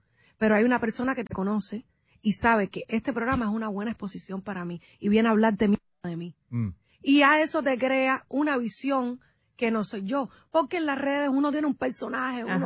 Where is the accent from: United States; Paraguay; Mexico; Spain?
United States; Miami, Florida; yo crecí aquí, en Miami